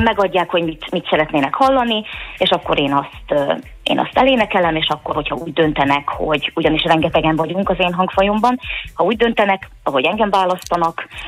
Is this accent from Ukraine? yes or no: no; Szentes, Csongrád-Csanád, Hungary; én szentesi születésű vagyok